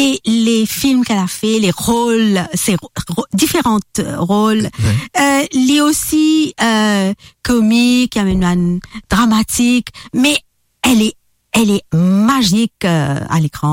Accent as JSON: {"language": "French", "country": "Germany", "second_language": "French", "said": "Je me trouve intéressante parce que je suis allemand avec mon nièce qui fait gagner un petit bébé. Et je vis à l'étranger."}